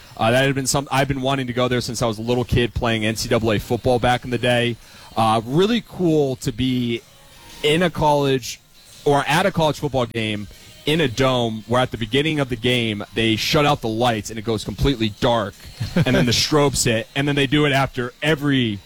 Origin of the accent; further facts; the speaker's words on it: United States; people who live here, we don't fully understand what it's like to live down south or out, right, on the West Coast, like, and we're American.